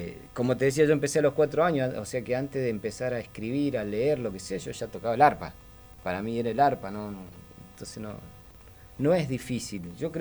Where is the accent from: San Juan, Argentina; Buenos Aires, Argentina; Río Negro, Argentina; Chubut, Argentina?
Buenos Aires, Argentina; born there; Yo soy hijo de paraguayo, a mí me enseñó mi papá, empecé a tocar a los 4 años y lo primero que aprendí fue la polca, la guaraña, y soy nacido en Buenos Aires.